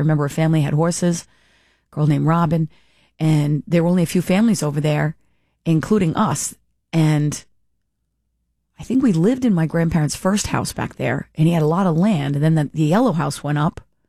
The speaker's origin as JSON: {"language": "English", "town": "Warwick", "region": "Rhode Island", "country": "United States", "tie": "born or raised there", "said": "we grew up in Warwick, the next generation."}